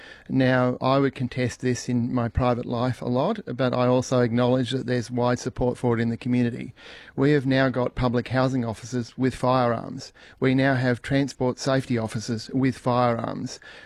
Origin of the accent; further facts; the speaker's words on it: Northern Territory, Australia; Now, I grew up in Walpri and Amadjara communities, and I spent a lot of time in Pintupi Luritja communities and even Pingalia communities.